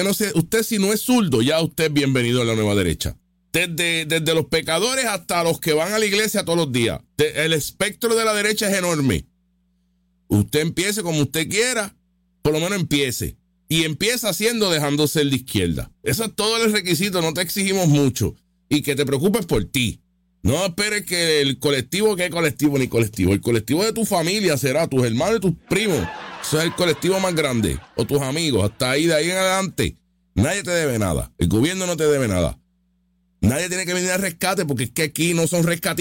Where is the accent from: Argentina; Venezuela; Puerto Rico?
Puerto Rico; somos americanos, Puerto Rico USA, Puerto Rico USA.